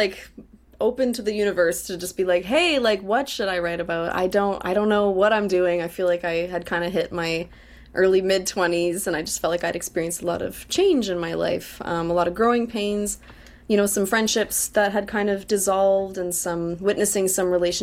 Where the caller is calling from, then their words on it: Edmonton, Alberta, Canada; I'm calling in from Edmonton on Treaty 6 territory in Alberta, Canada.